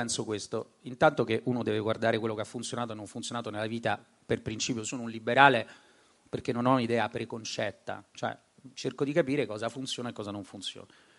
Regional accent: Rome, Lazio, Italy; io vengo da Roma

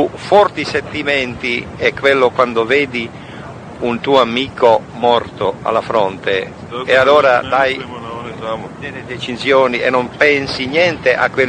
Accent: Osijek-Baranja County, Croatia; Italian is a second language; Noi siamo dalla Baragna, è il territorio occupato oltre la Drava.

